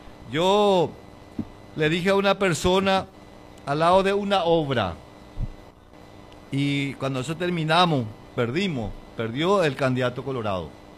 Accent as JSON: {"language": "Spanish", "town": "Fram", "region": "Itapúa", "country": "Paraguay", "said": "como paraguayo, como frameño"}